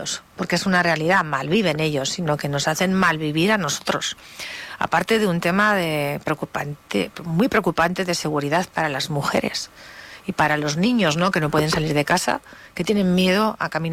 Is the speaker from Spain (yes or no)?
yes; Huesca, Aragon, Spain; como oscense y sobre todo como española